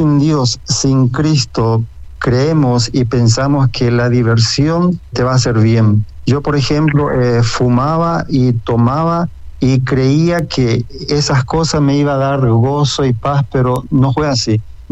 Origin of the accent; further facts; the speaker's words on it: Pilar, Ñeembucú, Paraguay; tengo 59 años, nací acá en Pilar, Paraguay.